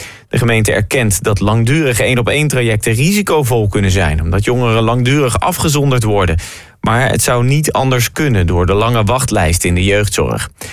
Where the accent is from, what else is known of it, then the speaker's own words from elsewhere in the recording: Werkhoven, Utrecht, Netherlands; Ik kom uit Werkhoven.